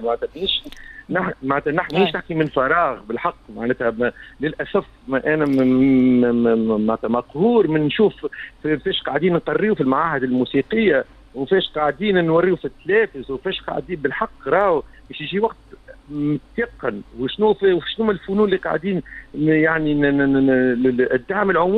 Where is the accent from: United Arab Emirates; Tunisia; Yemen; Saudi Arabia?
Tunisia; أنا بيتي متعدد الثقافات كتونسي